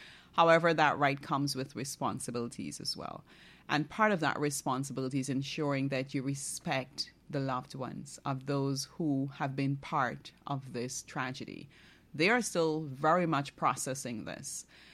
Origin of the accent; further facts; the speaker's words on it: Barima-Waini, Guyana; I am from Region 1. I am from Region 1.